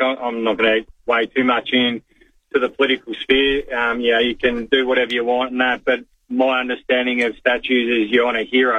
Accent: Geelong, Victoria, Australia; growing up in Geelong in the 90s

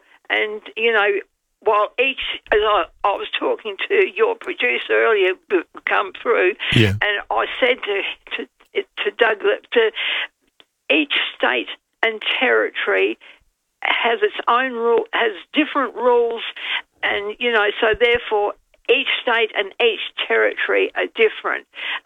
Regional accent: Adelaide, South Australia, Australia; Having lived here all my life, and I was born here in Adelaide, so who could want more?

